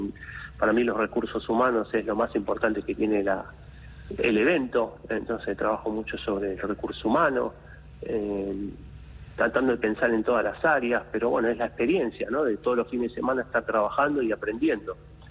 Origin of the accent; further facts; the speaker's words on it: Argentina; Sabemos que como argentinos estamos pasando un tema económico